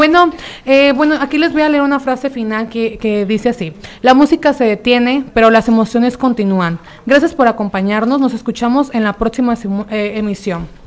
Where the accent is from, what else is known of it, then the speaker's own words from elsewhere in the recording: Jalisco, Mexico; Es de mi rancho. Yo soy de Jalisco.